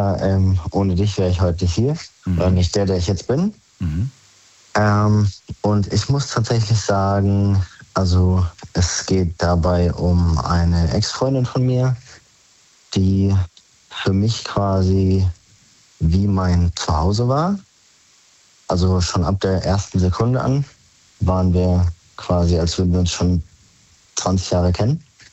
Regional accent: Freiburg, Baden-Württemberg, Germany; Ich komme aus Freiburg.

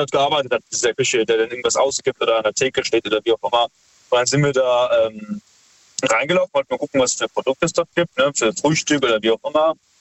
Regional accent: Heidelberg, Baden-Württemberg, Germany; Wir sind aus Heidelberg.

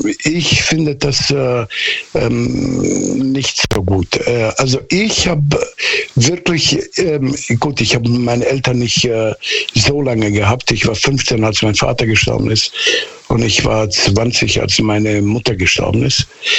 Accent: Southern Germany, Germany; Ich bin quasi auf dem Dorf aufgewachsen in Süddeutschland. Da war die Welt ein bisschen anders und komischerweise heute ist das immer noch so.

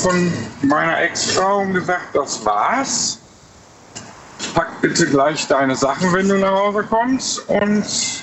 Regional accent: Recklinghausen, North Rhine-Westphalia, Germany; ich komme aus Nordrhein-Westfalen.

